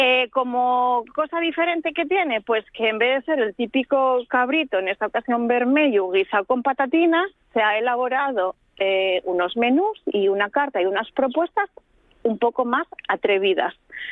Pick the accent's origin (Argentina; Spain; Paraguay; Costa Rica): Spain; Asturias; somos aquí los asturianos.